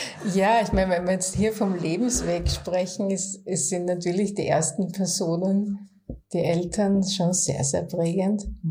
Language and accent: German; Gillersdorf, Styria, Austria; Okay, ja, mein Start war tatsächlich im ländlichen Raum, in einem kleinen Ort, der heißt Gillersdorf, an der Grenze Richtung Burgenland schon.